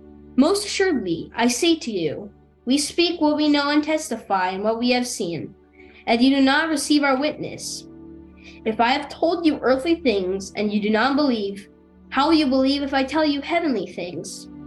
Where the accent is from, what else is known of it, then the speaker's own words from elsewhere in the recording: Fredericksburg, Virginia, United States; Fredericksburg, Virginia.